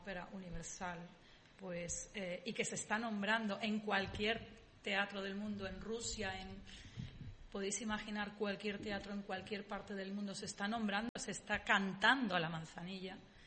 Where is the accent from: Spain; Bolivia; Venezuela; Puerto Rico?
Spain; Andalusia; Somos los andaluces, nos gusta la libertad, nos gusta vivir la vida con alegría.